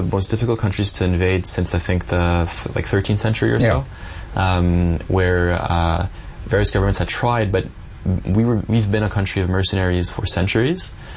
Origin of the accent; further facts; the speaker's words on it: Switzerland; The pace, the time, punctuality is very different than when I grew up with in Switzerland.